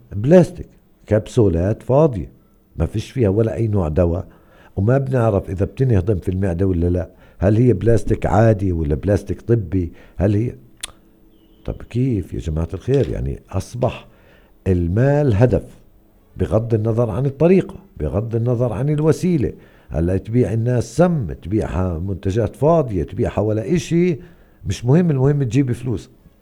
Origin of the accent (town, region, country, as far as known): Hebron, West Bank, Palestine